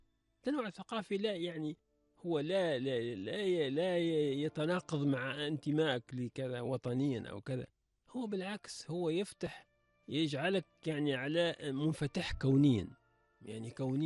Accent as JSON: {"language": "Arabic", "region": "southern Tunisia", "country": "Tunisia", "accent": "closer to Libyan", "said": "أنا مثلا من الجنوب تونس، أنا نطقي أقرب إلى ليبيا منه إلى العاصمة"}